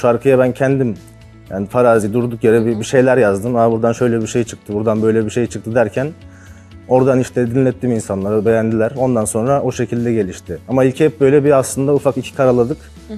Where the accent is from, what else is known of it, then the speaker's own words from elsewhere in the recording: Ankara, Turkey; Ankaralıyız zaten. Ankara'da doğup büyüdüm ben. Orada Ankara'da her yere hakimiz.